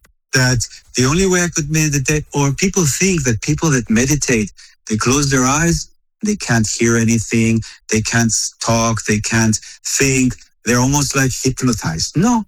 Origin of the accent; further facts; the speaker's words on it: Israel; It was a convertible, you know, like I come from Israel. It was a dream, a Ford Mustang.